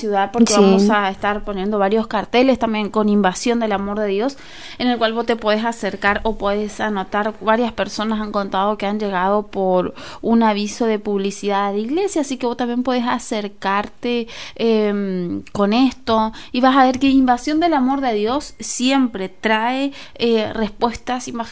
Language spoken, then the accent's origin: Spanish; Curuzú Cuatiá, Corrientes, Argentina; Como te dije, nosotros somos de una ciudad de Curuzú. Perdón, somos de Curuzú.